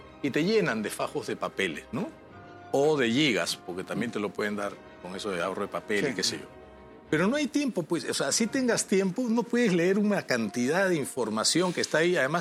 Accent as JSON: {"language": "Spanish", "country": "Peru", "said": "Y somos peruanos, ¿no?"}